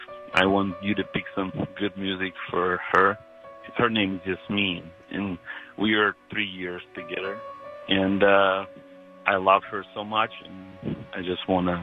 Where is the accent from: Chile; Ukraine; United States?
Ukraine